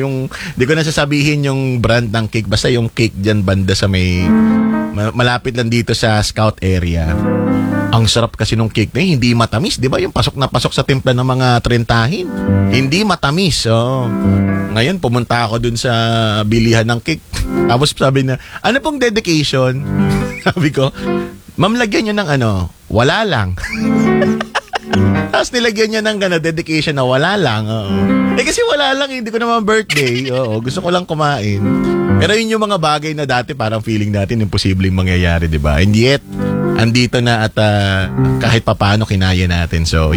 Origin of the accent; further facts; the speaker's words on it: Quezon, Calabarzon, Philippines; Taga-Quezon kasi kami.